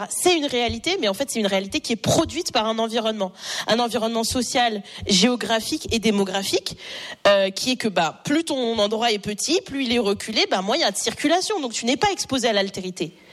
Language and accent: French; Châtel-Guyon, Auvergne-Rhône-Alpes, France; also born or lived in Riom; Je suis née à Rion, à côté de Clermont-Ferrand, et j'ai grandi dans des petits villages à Enza, à Chappes et à Châtel-Guyon, où mon père vit toujours.